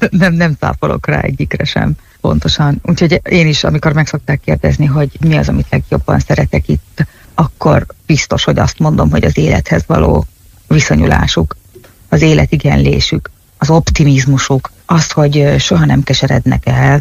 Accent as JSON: {"language": "Hungarian", "country": "Hungary", "first_language": "Hungarian", "moved": "as an adult", "lives_now": "Italy", "said": "alapvetően magyar vagyok, és 30 évig azért csak Magyarországon éltem"}